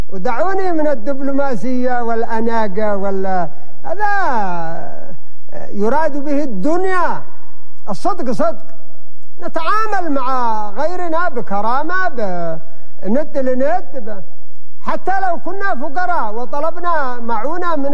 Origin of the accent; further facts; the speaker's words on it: Yemen; عندنا في اليمن